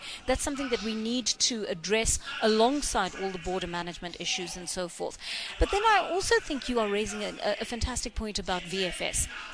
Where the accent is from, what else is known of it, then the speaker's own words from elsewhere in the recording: South Africa; as a South African citizen